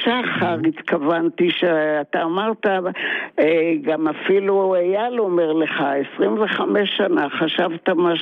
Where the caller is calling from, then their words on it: Tel Aviv, Tel Aviv District, Israel; מתל אביב.